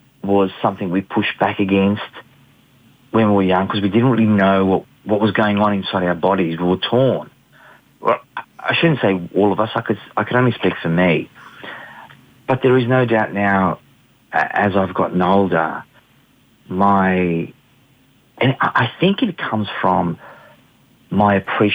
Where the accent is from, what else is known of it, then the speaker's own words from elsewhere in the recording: Australia; whilst I grew up in Australia and Australia has given me everything, my DNA, my being, my pride is for my heritage. I'm proud to be Greek.